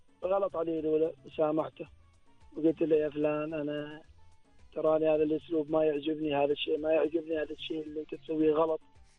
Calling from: Nizwa, Ad Dakhiliyah, Oman

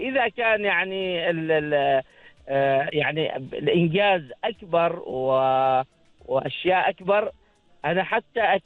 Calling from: Bidbid, Ad Dakhiliyah, Oman; من نفعة ولا يتبدبد

